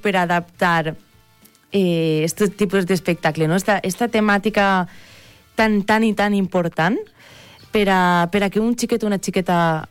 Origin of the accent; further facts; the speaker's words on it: Xeraco, Valencian Community, Spain; al meu poble, a Xeraco.